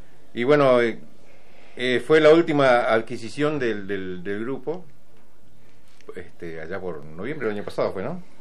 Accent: Montecarlo, Misiones, Argentina; born there; dónde nací yo, que en Monte Carlo, que no es el Principado de Mónaco

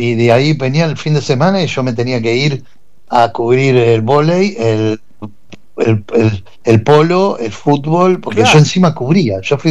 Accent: Banfield, Buenos Aires Province, Argentina; Yo me crié en ese Banfield, que es todo de banda de amigos, y toda la banda de ahí de Banfield.

